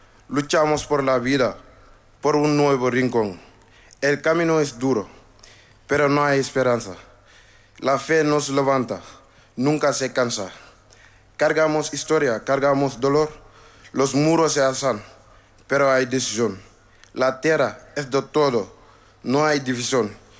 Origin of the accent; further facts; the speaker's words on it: Senegal; now in Spain; tengo 20 años y soy de Senegal.